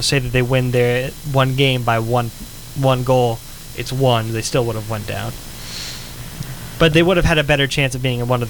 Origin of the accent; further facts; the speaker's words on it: Bosnia & Herzegovina; I am from Bosnia.